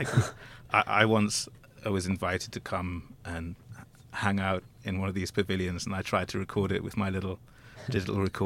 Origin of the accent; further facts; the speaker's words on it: Durham, North East England, United Kingdom; after I first encountered the music being played at a museum in my hometown of Durham in England.